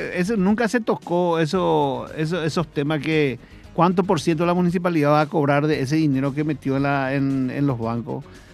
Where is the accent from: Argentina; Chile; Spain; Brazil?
Brazil; now in Paraguay; yo soy brasileño también.